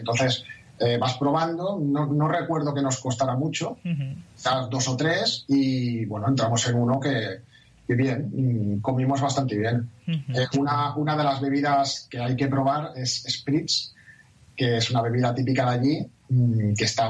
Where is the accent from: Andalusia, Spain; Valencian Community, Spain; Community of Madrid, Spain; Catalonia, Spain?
Catalonia, Spain; Barcelona; Sí, es muy parecido para la gente como yo, que somos de Barcelona. Sería comparable a Montjuïc.